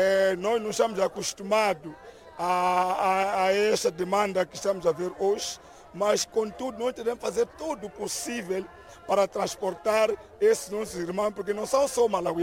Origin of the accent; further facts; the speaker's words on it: Mozambique; Agora, nós, como moçambicanos, fazemos tudo o possível